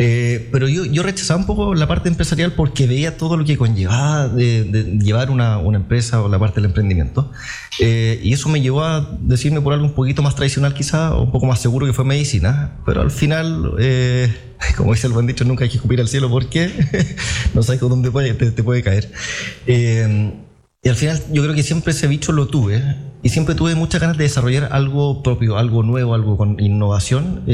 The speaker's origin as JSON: {"language": "Spanish", "town": "Concepción", "region": "Biobío", "country": "Chile", "tie": "born or raised there", "also_born_or_lived": "Talcahuano", "moved": "as an adult", "lives_now": "Puerto Montt, Chile", "said": "Mira, yo soy penquista, oriundo de Concepción, nacido en Talcahuano, chorero."}